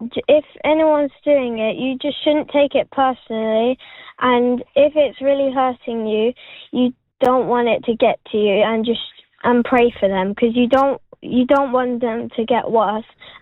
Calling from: Southend-on-Sea, East of England, United Kingdom; I'm from Southend.

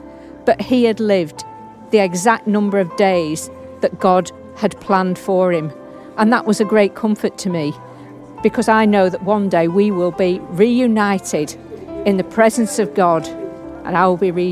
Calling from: North West England, United Kingdom; I'm from Lancashire.

